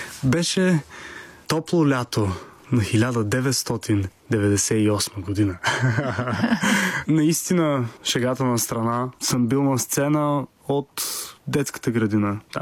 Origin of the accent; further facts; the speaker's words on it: Targovishte, Targovishte Province, Bulgaria; Аз съм от Търговище, малко градче